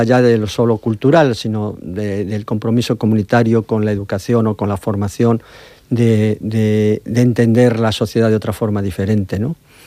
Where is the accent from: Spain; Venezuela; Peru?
Spain; Madrid, Community of Madrid; now in San Javier, Spain; aun cuando no soy de estas tierras, soy de Madrid, pero me asenté aquí hace 2 años